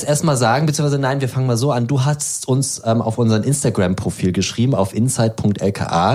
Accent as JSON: {"language": "German", "region": "Berlin", "country": "Germany", "said": "Ich bin ja Berliner. Da heißt es ja, ich wohne in Berlin, dann wohne ich auch in Berlin."}